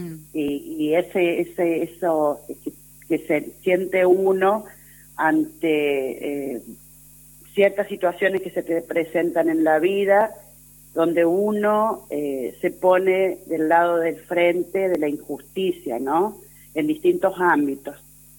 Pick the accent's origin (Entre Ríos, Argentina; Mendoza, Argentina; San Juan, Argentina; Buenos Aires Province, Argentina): San Juan, Argentina; moved away as an adult; now in Chubut, Argentina; yo comencé trabajando en San Juan, porque bueno, yo soy de San Juan, pero hace más de 21 años que vivo acá en la Patagonia, en Chubut.